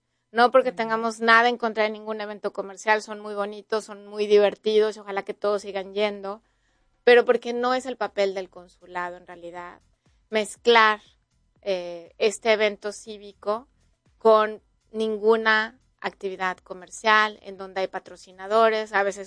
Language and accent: Spanish; Mexico; now in Oklahoma City, United States; que nos permita a nosotros como mexicanos celebrar esta parte de nuestra herencia cultural y compartirla con el resto de la sociedad en Oklahoma City